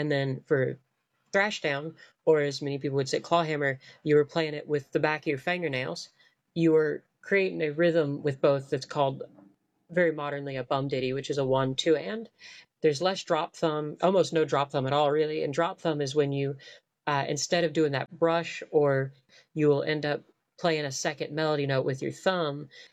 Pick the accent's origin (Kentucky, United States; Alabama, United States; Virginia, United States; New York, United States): Virginia, United States; And so I ended up moving back home and really embracing the fact that I'm from the Blue Ridge Mountains of southwestern Virginia.